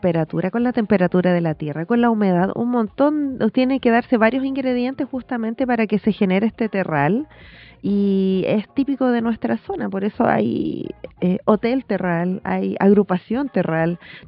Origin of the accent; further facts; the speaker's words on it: Elqui Valley, Coquimbo, Chile; soy del Valle de Elqui